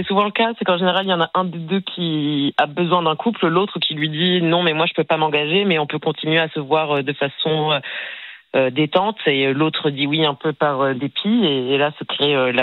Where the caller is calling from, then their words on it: Paris, Île-de-France, France; J'habite à Paris et j'ai 30 ans.